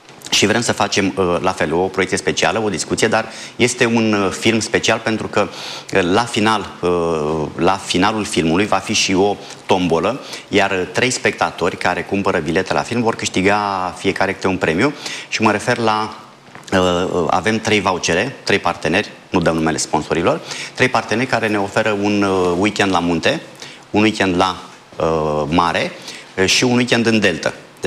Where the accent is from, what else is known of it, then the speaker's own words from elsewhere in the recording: Topolog, Tulcea County, Romania; la mine în comuna Topolog, de unde sunt eu.